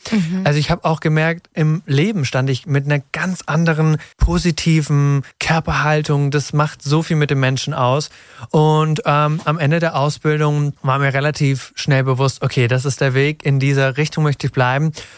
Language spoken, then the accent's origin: German; Ditzingen, Baden-Württemberg, Germany; Ich komme aus Nähe Stuttgart, Ditzingen